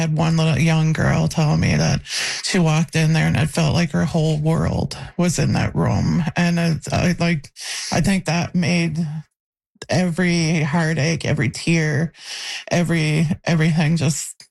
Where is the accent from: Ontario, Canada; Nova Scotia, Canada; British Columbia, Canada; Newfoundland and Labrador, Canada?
Newfoundland and Labrador, Canada; We're erased from Newfoundland curriculum. We're erased from public buildings. They tell the stories they want to tell, but this is our story. It was written, it was developed by Innu people, the way we see in it, the way we lived it